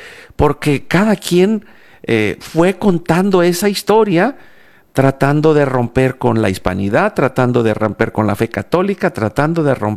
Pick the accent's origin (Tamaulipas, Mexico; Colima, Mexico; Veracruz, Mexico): Veracruz, Mexico; born or raised there; also born or lived in Yucatán